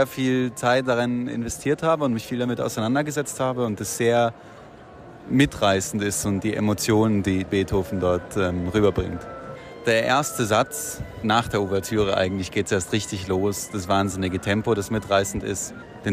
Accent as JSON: {"language": "German", "region": "Zurich", "country": "Switzerland", "said": "Ich komme aus Zürich"}